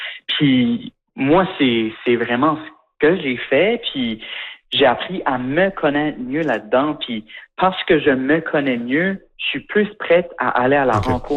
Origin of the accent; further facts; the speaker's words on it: Shediac, New Brunswick, Canada; now in Montreal, Canada; Puis tu sais, moi j'ai grandi à Shediac au Nouveau-Brunswick.